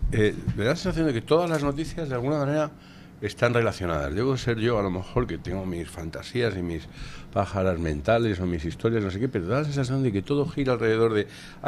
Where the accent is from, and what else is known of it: Spain